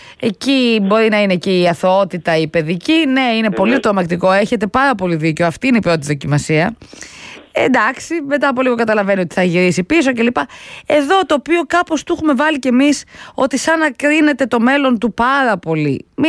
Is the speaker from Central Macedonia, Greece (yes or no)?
no; Palaio Faliro, Attica, Greece; εκεί στο Παλαιό Φάλιρο, στα μέρη μου τα λατρεμένα που αγαπώ πολύ